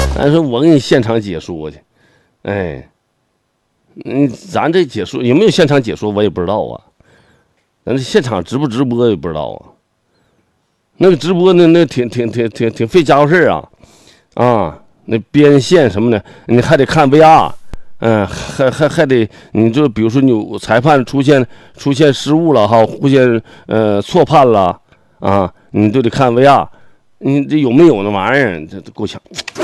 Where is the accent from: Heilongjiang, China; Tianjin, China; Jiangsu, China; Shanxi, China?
Heilongjiang, China; Zhaodong; now in Panshan, China; 我小时候在家，我们黑龙江省肇东市东发乡，